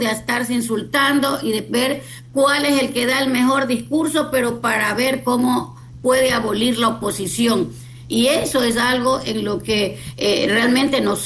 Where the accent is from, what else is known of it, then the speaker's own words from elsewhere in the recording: Ecuador; Yo creo que hay muchas leyes que deberían pensarse como ecuatorianos para proteger a todo lo que es vulnerable en el Ecuador